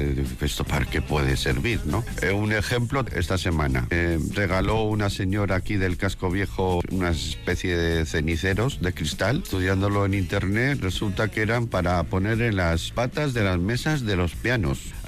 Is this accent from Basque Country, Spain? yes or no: yes; Bilbao, Basque Country, Spain; Como bilbaíno, nacido en Bilbao, pues uno está enamorado de ciertos lugares. A mí la Plaza Nueva, ya tengo que venía desde pequeñito y conozco bien esta zona